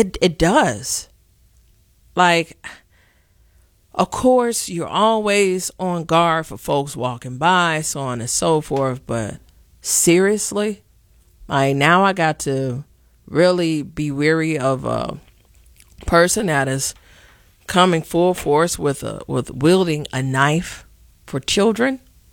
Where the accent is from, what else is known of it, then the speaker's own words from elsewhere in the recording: Chicago, Illinois, United States; growing up in Chicago, I walked everywhere with my mama.